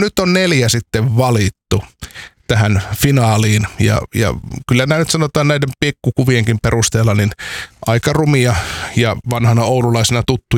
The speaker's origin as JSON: {"language": "Finnish", "town": "Oulu", "region": "North Ostrobothnia", "country": "Finland", "tie": "born there", "said": "kun puhuttiin armaan synnyinkaupunkini niin Oulun rumista paikoista."}